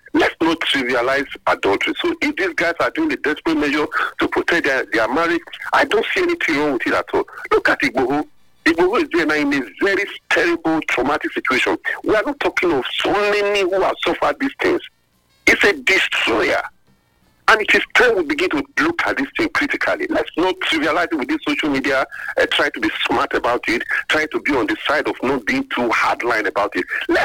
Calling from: Benin City, Edo, Nigeria; right. I'm calling from Benin.

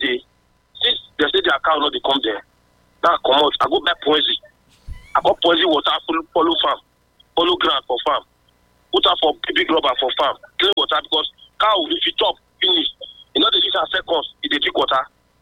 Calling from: Use, Edo, Nigeria; I'm calling from Okungbowa.

